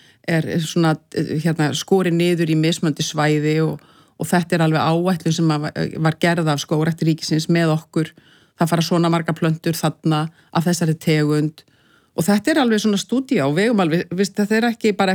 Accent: Reykjavik, Capital Region, Iceland; En ég uppalinn í Reykjavík, skólagangan var hérna í Breiðholtinu, sko.

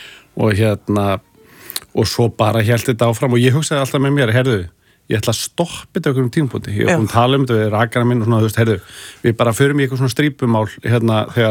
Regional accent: Hafnarfjörður, Capital Region, Iceland; born or raised there

